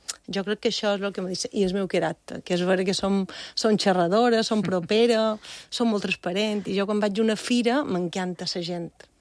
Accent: Bunyola, Balearic Islands, Spain; m'apareix, no he mirat bé, la Fira de Bunyola, del meu poble, que és per Santa Catalina

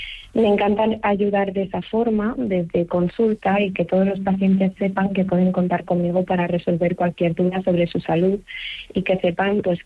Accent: León, Castile and León, Spain; moved away as an adult; now in Ibiza, Spain; porque yo soy de León y aunque lleve 2 años aquí en Eivissa todavía no hablo mucho catalán.

